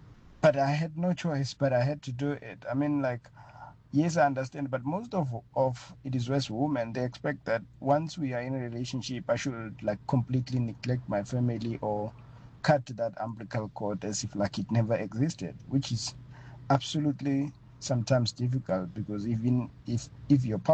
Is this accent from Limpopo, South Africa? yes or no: yes; Limpopo, South Africa; I remember 2 years back, I was working in Limpopo, that's my hometown